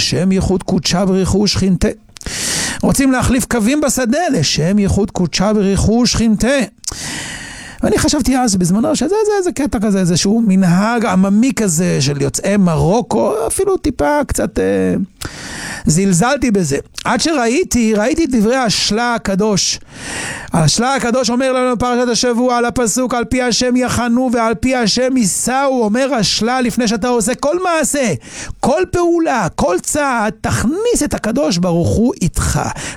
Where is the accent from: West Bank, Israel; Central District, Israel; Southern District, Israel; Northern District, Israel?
Northern District, Israel; moved away as an adult; בילדותי, עד גיל 22, גדלנו במושב, מושב בצפון הארץ, מושב דתי ליד אפולה, והיינו חקלאים ברמח איברנו ושסה גידנו.